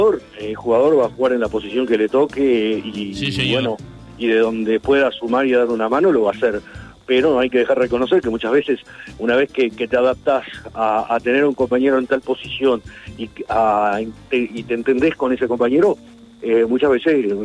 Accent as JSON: {"language": "Spanish", "country": "Uruguay", "said": "A ver, como uruguayo siempre tenemos la el hábito o el pensamiento de que lo que está funcionando no lo tocamos, ¿verdad?"}